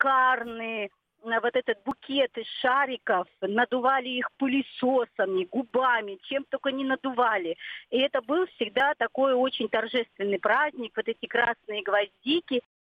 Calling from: Moscow Oblast, Russia; я из Подмосковья.

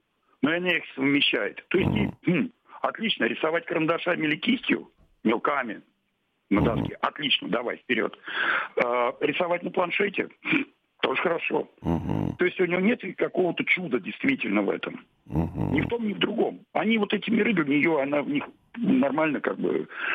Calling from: Moscow, Russia; я из Москвы.

